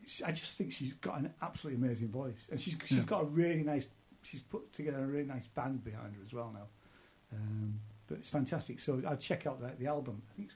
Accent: York, Yorkshire and the Humber, United Kingdom; And I'm from York, so, you know, we should keep the Yorkshire Massive going.

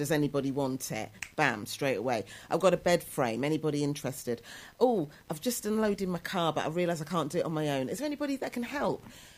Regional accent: Coventry, West Midlands, United Kingdom; moved away; I'm an only child. I was brought up in Coventry.

